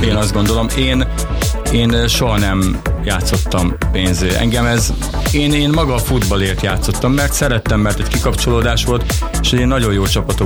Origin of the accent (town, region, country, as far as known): Balassagyarmat, Nógrád, Hungary; born there